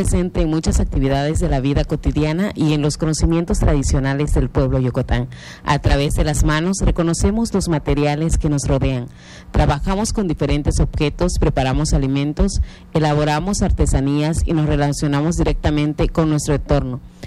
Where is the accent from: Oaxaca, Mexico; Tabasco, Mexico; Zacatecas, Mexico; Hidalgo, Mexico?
Tabasco, Mexico; Tecoluta; first language Yokot'an (Chontal Maya); Spanish is a second language; en nuestras comunidades, por ejemplo, el poblado Tecoluta de segunda sección, pues desde chiquito nos enseñan, allá no se habla el español. Ya el español lo fuimos aprendiendo en la escuela.